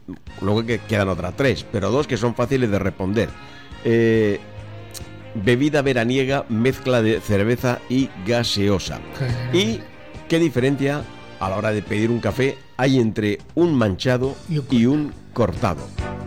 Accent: Alcantarilla, Region of Murcia, Spain; de Murcia, concretamente sabes que soy de Alcantarilla

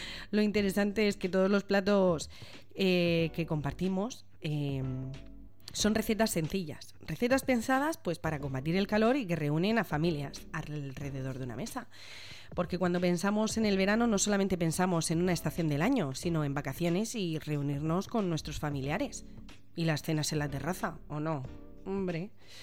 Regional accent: Region of Murcia, Spain; O como los murcianos nos gusta decir, espectacular.

